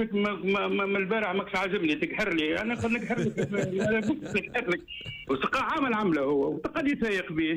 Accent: Sousse, Sousse Governorate, Tunisia; يعني تربيت صغير في حومه شعبيه، انا بحسين معناه حومه شعبيه،

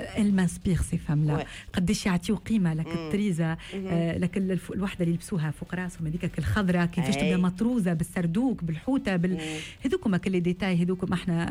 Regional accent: Tunisia

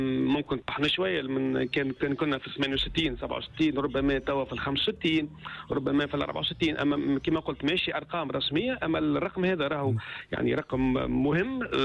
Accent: Tunisia

